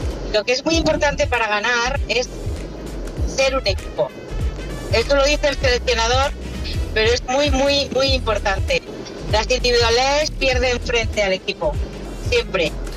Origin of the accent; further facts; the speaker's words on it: Castilla-La Mancha, Spain; born there; now in Torrelodones, Spain; voy a llegar a mi pueblo, que es Cuéllamos.